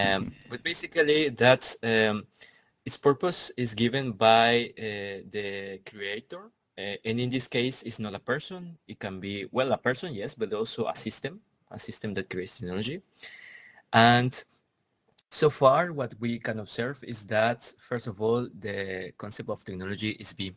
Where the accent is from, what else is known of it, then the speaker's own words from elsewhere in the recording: Ixtepec, Oaxaca, Mexico; now in Brussels, Belgium; I'm from Oaxaca, and I'm from a special region that is called the Isthmus of Tehuantepec. It's the belt of Mexico, basically. It's the smallest region between the Gulf of Mexico and the Pacific Ocean.